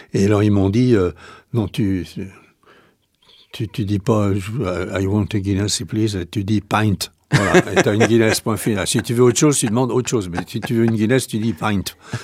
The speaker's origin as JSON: {"language": "French", "town": "Nantes", "region": "Pays de la Loire", "country": "France", "said": "Eh ben, je suis nantais, oui."}